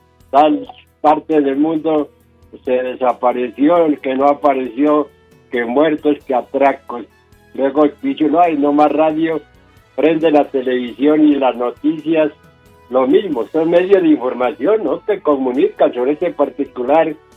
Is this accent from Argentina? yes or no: no; Casanare, Colombia; now in Bogotá, Colombia; mi tierra, Casanare.